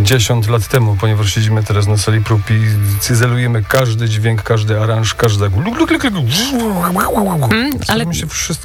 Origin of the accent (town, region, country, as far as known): Katowice, Silesian Voivodeship, Poland; accent: Silesian